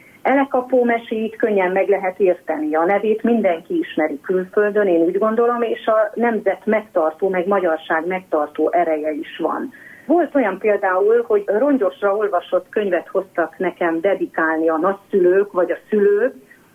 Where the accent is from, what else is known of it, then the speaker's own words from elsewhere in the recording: Kisbacon, Covasna, Romania; Ahogy említettem is, ott születtem Kisbaconban. Ott nőttem fel, aztán tudatosult bennem, hogy ez egy különleges környezet és családi háttér.